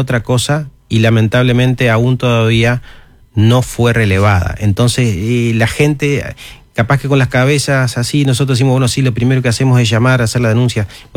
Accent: Salto, Uruguay

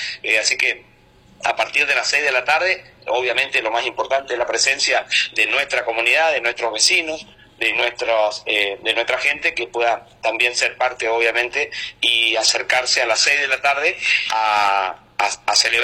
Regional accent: Margarita Belén, Chaco, Argentina; todos somos hijos de Margarita Belén, todos hacemos Margarita Belén

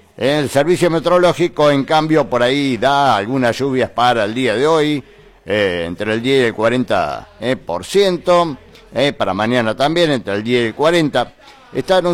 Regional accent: Argentina; Somos argentinos

